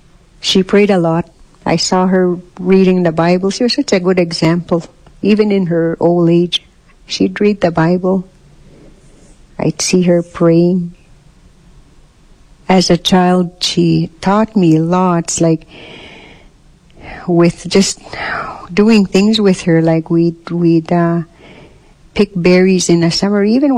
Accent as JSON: {"language": "English", "town": "Goodfish Lake Reserve", "region": "Alberta", "country": "Canada"}